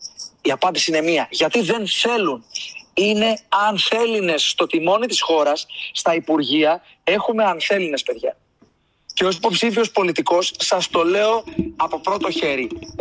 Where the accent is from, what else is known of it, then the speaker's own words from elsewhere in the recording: Kozani, Western Macedonia, Greece; also born or lived in Serres; Και συγχωριανοί από την Κοζάνη, γιατί κατάγομαι από την Κοζάνη και από τις Σέρες.